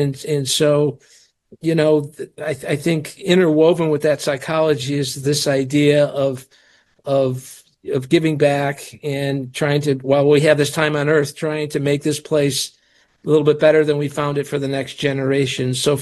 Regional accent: Detroit, Michigan, United States; moved away; I was born and raised in Detroit, and I've been all over the country, for several years. But I settled back in the Detroit area

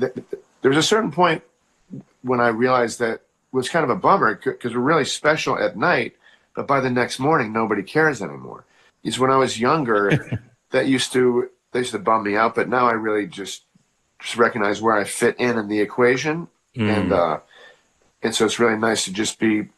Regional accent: Boston, Massachusetts, United States; Boston, my hometown, where I live now.

